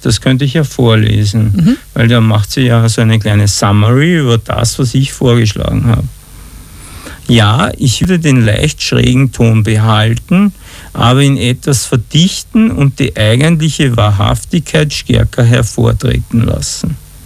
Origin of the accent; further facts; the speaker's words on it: Austria; Und plötzlich sind wir Österreicher alle Sieger